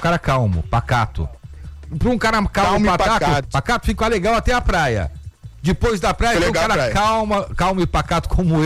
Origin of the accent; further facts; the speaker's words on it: Santos, São Paulo, Brazil; porque assim, eu sou de Santos, né? Santos é muito parecido com o Rio.